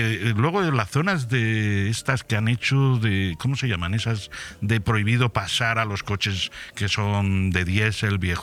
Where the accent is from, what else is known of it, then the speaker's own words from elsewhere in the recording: Altea, Valencian Community, Spain; Los que somos de Altea, que vivimos en Altea, y todos los de la comarca cuando venimos a Benidorm, nos crujen.